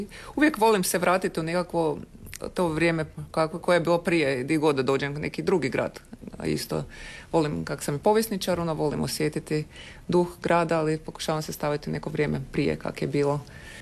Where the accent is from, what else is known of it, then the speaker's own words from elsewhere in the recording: Podravina, Croatia; now in Zagreb, Croatia; Da, pogotovo gore, ja znam, ja sam iz Podravine, tam se uvijek nekak to istovećivalo sa Gruntovčanima